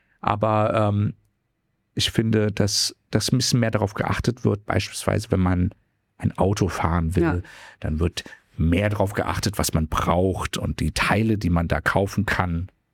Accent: Berlin, Germany; aber ich sehe mich ja auch hauptsächlich als Berliner

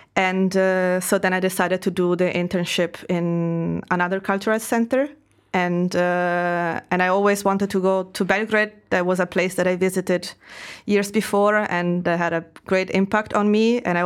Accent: Verona, Veneto, Italy; English is a second language; moved away as an adult; it's a garden that with a little house that it's on the hills around Verona, that it's my hometown.

